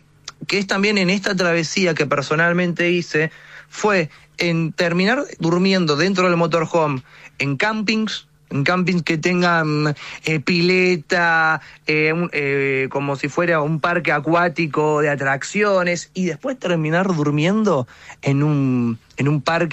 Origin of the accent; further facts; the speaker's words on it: Argentina; now in United States; soy argentino, yo quiero estar con gente de mi país